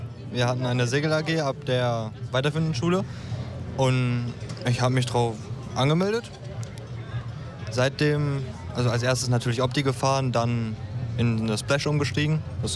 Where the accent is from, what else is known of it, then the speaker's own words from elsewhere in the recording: Schwelm, North Rhine-Westphalia, Germany; Nein, ich komme aus Schwelm, das in der Nähe vom Wuppertal.